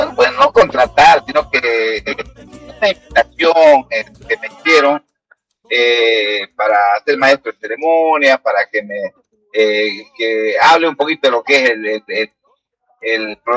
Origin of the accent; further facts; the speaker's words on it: Tarija, Bolivia; Yo le digo, él es de la ciudad, yo soy del campo, le digo. Así que él es chapaco, yo soy chaqueño.